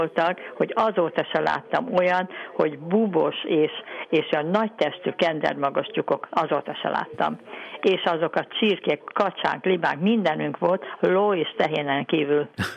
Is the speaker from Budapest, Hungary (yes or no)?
yes; Budapest, Hungary; Kalotaszeg utcában laktam, elég szép nevű utca, Budán